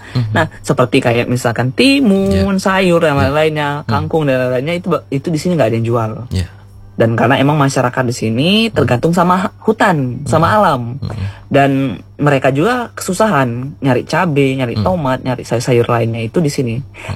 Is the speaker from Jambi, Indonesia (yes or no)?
yes; Jambi, Indonesia; moved away as an adult; Karena emang waktu kecil dan emang … di Jambi juga emang termasuk anak yang cinta alam, Bang.